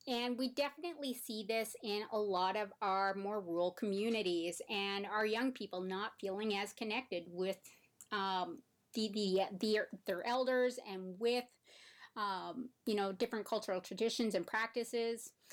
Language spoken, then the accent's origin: English; Canada; You know, I'm from Canada, but I can tell you, I've lived in Vancouver for many years